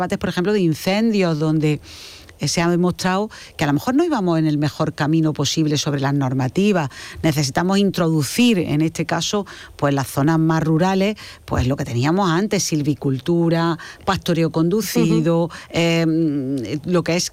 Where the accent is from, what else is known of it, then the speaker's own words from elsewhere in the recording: Spain; los que somos españoles